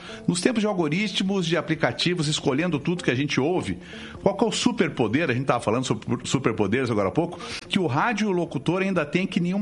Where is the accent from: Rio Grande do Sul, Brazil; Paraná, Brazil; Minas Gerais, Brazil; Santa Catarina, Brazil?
Paraná, Brazil; Guarapuava; Mas eu aprendi, né? Eu me alfabetizei em Guarapuava, lá no Nosso Senhor Belém.